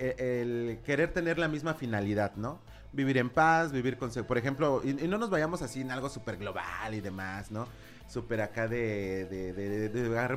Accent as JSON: {"language": "Spanish", "country": "Mexico", "tie": "born there", "said": "somos mexicanos y nacimos en el mejor territorio."}